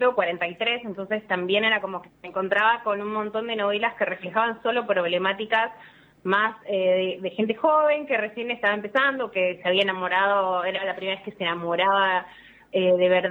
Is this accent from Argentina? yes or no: yes; Bahía Blanca, Buenos Aires Province, Argentina; moved away as an adult; now in Buenos Aires, Argentina; Yo, por ejemplo, soy de Bahía Blanca y una de las cosas que vivo hace 20 años en Buenos Aires